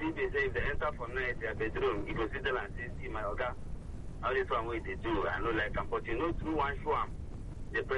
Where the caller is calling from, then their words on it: Lagos, Nigeria; I'm calling from Oshodi.